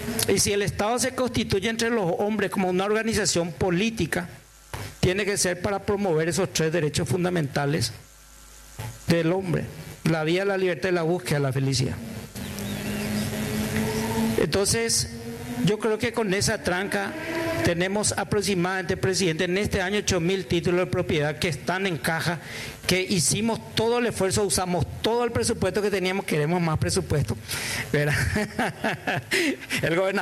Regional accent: Paraguay; el modelo participativo que elegimos los paraguayos.

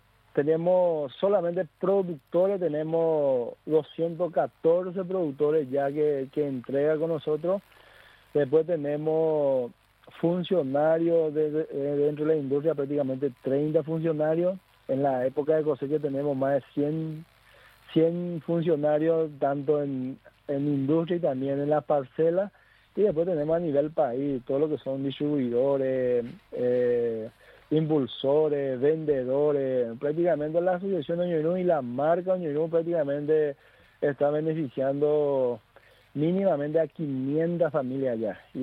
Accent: Paraguay; nuestra cultura, tradiciones como paraguayo

